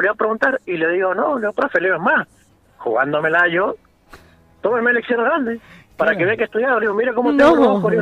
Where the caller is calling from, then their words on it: El Challao, Mendoza, Argentina; Yo ahora estoy llegando a casa acá en el Chayao.